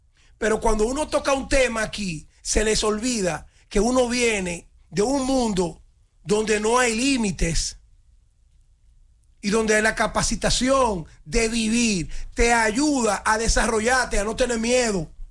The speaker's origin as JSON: {"language": "Spanish", "country": "Dominican Republic", "also_born_or_lived": "New York", "moved": "yes", "said": "Yo soñaba con volver a mi país, porque en mi país …"}